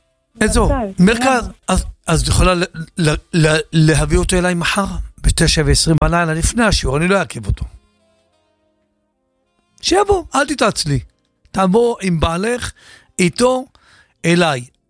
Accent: Safed, Northern District, Israel; moved away; הסתכלתי גם שזה עיר מולדתי

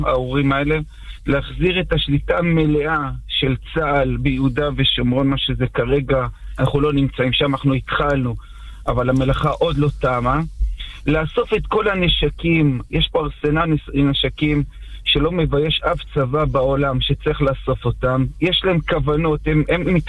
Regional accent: Jerusalem, Jerusalem District, Israel; moved away as an adult; now in Judea and Samaria (West Bank); אני גדלתי בסוף בירושלים

